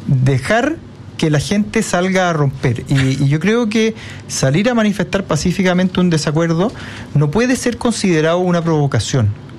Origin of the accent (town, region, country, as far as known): Chile